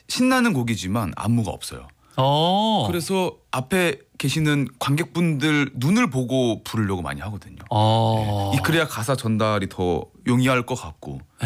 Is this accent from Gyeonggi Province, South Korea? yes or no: yes; Icheon, Gyeonggi Province, South Korea; also born or lived in Gwangju, South Korea; 저는 경기도 이천입니다.